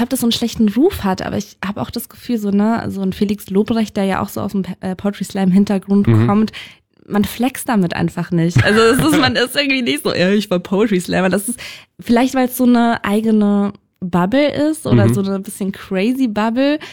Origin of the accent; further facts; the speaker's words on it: Vorarlberg, Austria; moved away as an adult; now in Berlin, Germany; ich bin in den Alpen groß geworden, also man musste so 15 Minuten mit dem Auto fahren, damit man überhaupt zu einem Bahnhof kommt.